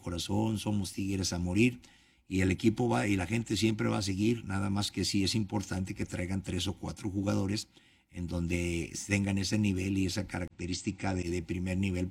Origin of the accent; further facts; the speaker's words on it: Morelia, Michoacán, Mexico; now in Monterrey, Mexico; Yo soy de Morelia, pero estoy enamorado de Monterrey porque me ha tratado bien, me ha dado la oportunidad de mi familia, de vivir aquí, de estar aquí